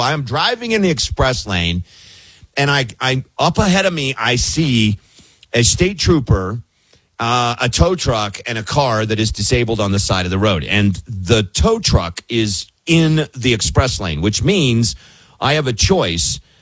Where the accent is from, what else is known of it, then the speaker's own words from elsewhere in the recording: Kentucky, United States; I'm now on the air in Louisville, Kentucky, my home state.